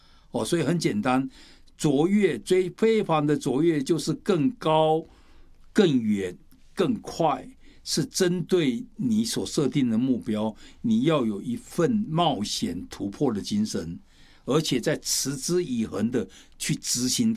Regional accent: China; 我们中国人也讲了一段话

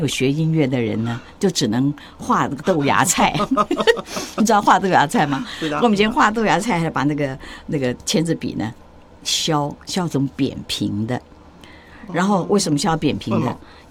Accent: Taoyuan, Taiwan; 那我们这桃园呢？因为我是桃园人，所以桃园中学的哎，这几个合唱团好像都能够跑上名儿了。

